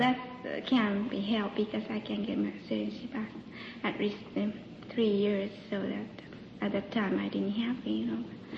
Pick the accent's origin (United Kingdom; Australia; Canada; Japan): Japan; English is a second language; moved away as an adult; now in United States; since we left my folks, you know, from Japan in a new country